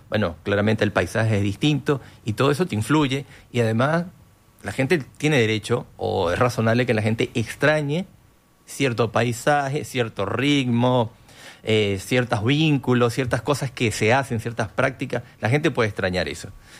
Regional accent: Venezuela; now in Montevideo, Uruguay; yo soy venezolano y hay una comunidad venezolana más o menos grande acá en Uruguay

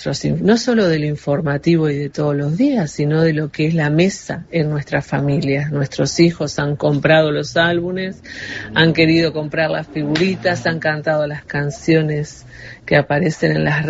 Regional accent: Uruguay; nos importa el fútbol a los uruguayos

